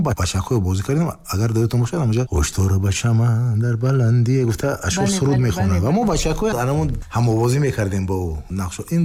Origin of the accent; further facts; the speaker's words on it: Hisor, Districts of Republican Subordination, Tajikistan; ман дар деҳае зиндагӣ мекардам, ки он ҷо ҳамеша филмбардорӣ мешуд ва масалан Тоир Собиров, Шодравон, Марадорипов ва бисёре аз коргардонҳои муваффақи он замон дар ҳамон деҳаи қалъаи Ҳисор, вақте ки филмбардорӣ мекарданд